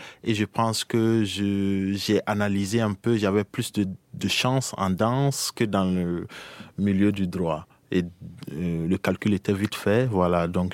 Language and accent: French; Burkina Faso; first language Mooré; French is a second language; moved away as an adult; also born or lived in Ouagadougou / Boutenga; now in Luxembourg; moi, même en tant que Burkinabé à Ouaga, j'ai fait mes études dans les capitales et dans les provinces.